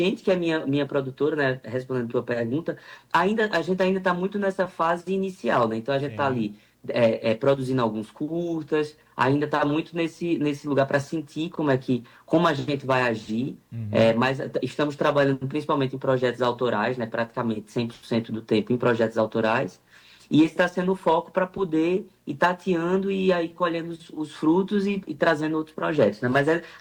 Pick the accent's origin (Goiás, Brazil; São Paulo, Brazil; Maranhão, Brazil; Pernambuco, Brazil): Pernambuco, Brazil; Caruaru; eu venho do interior de Caruaru, hoje moro em Caruaru, estou aqui, inclusive.